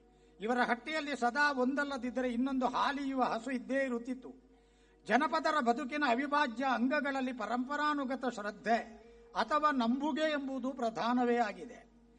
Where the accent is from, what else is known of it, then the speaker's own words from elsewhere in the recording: Karnataka, India; ನನ್ನೂರಿನ ಸಮೀಪದ ಕೊಯನಾಡಿನ ಶ್ರೀ ಗಣಪತಿ ಗುಡಿಯ ವಠಾರದಲ್ಲಿ ನಡೆಯುತ್ತಿದ್ದ ಶಿವರಾತ್ರಿ ಉತ್ಸವದಲ್ಲಿ